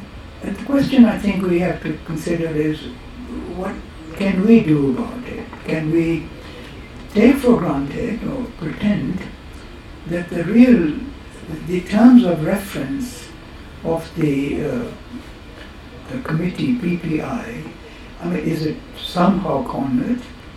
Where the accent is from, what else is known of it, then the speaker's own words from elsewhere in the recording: Kenya; moved away as an adult; I'm not Indian, I'm not Asian, I'm not African. I'm a Kenyan. I was born here, I grew up here, I was exiled from here, I was taken back from here. That's my country.